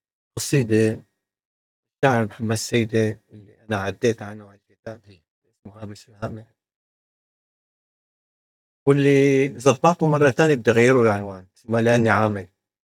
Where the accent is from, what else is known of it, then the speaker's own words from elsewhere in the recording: Syria; أو هون كانوا يعذروني أنا كسوري صعب علي أقبل بلد مثل السويد